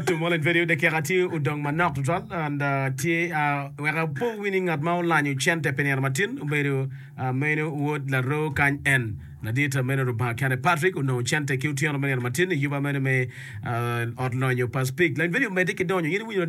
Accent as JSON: {"language": "English", "town": "Laro", "region": "Northern Region", "country": "Uganda", "said": "from Laro."}